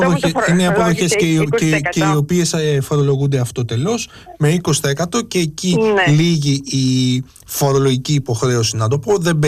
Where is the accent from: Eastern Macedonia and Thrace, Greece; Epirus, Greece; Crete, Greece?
Epirus, Greece; flat tax που λέμε και στο χωριό μου στην Ήπειρο.